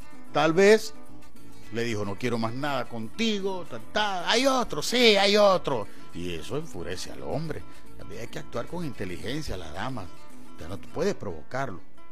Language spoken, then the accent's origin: Spanish; Venezuela; Aquí estoy hablando en mi país. En Venezuela está ocurriendo eso.